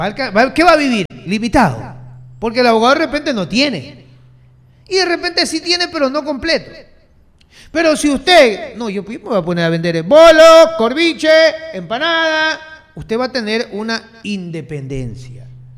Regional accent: Ecuador; Somos los ecuatorianos.

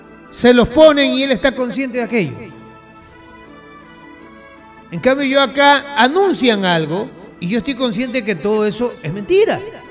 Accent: Ecuador; Somos los ecuatorianos los que estamos mandando.

